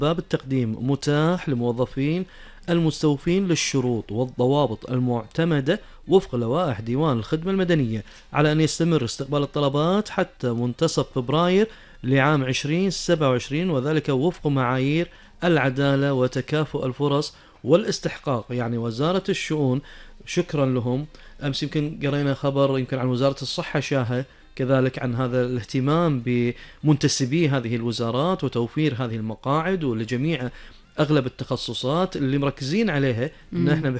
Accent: Kuwait

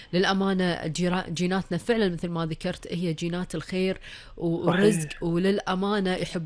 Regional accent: Kuwait; طلال دائما يسمون ديرتنا ديره الخير

